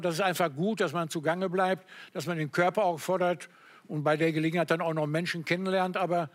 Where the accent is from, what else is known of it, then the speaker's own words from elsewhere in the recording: North Rhine-Westphalia, Germany; Ich komme aus dem Sauerland